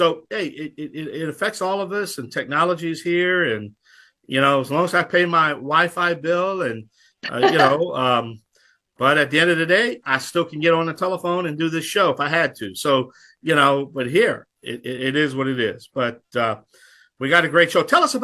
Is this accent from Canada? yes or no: yes; Canada; I am the Canadian contractor